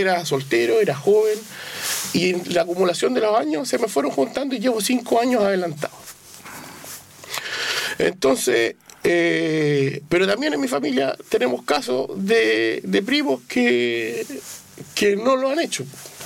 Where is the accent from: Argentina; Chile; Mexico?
Chile; uno lamentablemente como chileno deja todo ahí nomás